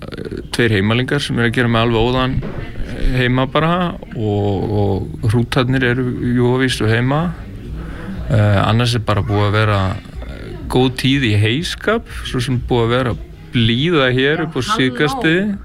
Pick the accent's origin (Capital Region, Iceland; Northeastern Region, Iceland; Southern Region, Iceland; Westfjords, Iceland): Northeastern Region, Iceland; Hjalteyri; Já, ég er frá Ytribakka við Hjalteyri, raunar jörð sem liggur alveg að Hjalteyri.